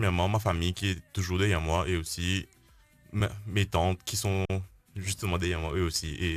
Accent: Terre Rouge, Mauritius; moi je viens de Terre Rouge. … je suis un jeune étudiant de Rhodes College et aussi athlète.

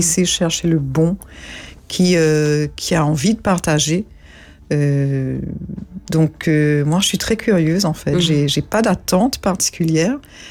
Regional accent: Mauritius; first language Mauritian Creole; pour 90% plus des Mauriciens, la langue créole, c'est notre langue maternelle.

